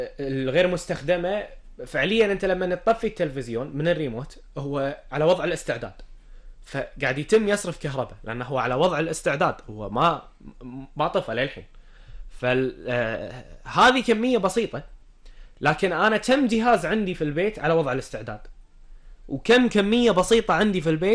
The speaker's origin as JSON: {"language": "Arabic", "country": "Kuwait", "said": "ولأول مرة في تاريخ الكويت الحمد لله قدرنا نكسر قمة الأحمال عندنا في الكويت"}